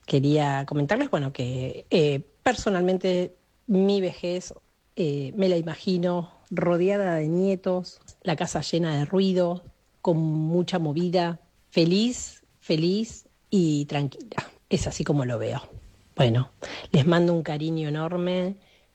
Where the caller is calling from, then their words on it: Victoria, Buenos Aires Province, Argentina; de Victoria.